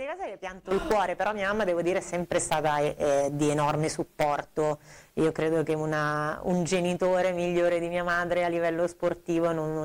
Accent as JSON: {"language": "Italian", "town": "Lecco", "region": "Lombardy", "country": "Italy", "said": "io sono di Lecco."}